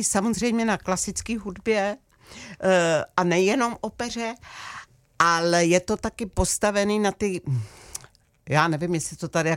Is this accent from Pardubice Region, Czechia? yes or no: yes; Chrudim, Pardubice Region, Czechia; Ano, já jsem rodačka z Chrudimě